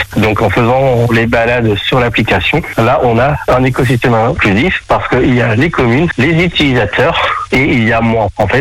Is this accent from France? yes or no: yes; France; moi je suis de Conly.